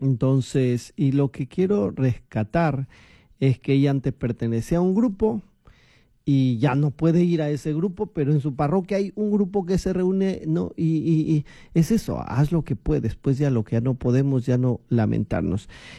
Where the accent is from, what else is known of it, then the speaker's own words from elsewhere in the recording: Chepén, La Libertad, Peru; born there; moved away; also born or lived in Cajamarca / Trujillo / Piura; Yo también nací en un pueblito de Cajamarca y amo Cajamarca, por supuesto, pero Chepén está muy clavado en mi corazón. Chepén, Pacanguilla, Trujillo, donde viví, donde empecé mi ministerio sacerdotal, Piura también.